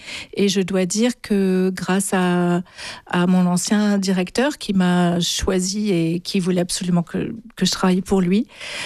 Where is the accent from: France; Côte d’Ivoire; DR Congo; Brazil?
France; Marseille, Provence-Alpes-Côte d'Azur; born there; Alors, mon chemin, je suis née à Marseille, pas très loin d'ici, mais je suis née à Marseille, où j'ai quasiment jamais vécu.